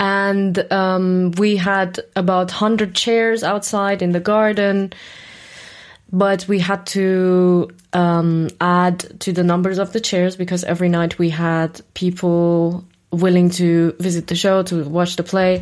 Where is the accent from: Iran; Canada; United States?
Iran; now in Halle, Germany; Like, so I live in Halle, right? And I'm from Iran, and I used to do theater back in Iran as a child growing up.